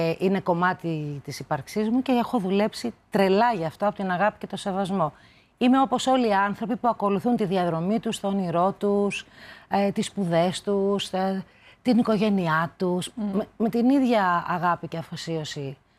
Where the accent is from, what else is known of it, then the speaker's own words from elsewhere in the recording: Tripoli, Peloponnese, Greece; moved away; είμαι ορεινός τύπος, λέει, η καταγωγή μου και τα παιδικά μου χρόνια τα έζησα στην Τρίπολη